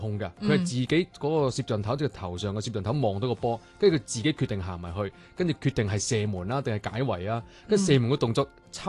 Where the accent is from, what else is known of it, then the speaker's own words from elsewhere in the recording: Guangdong, China; 我当时就话我作为一个广东人，好中意呢个数字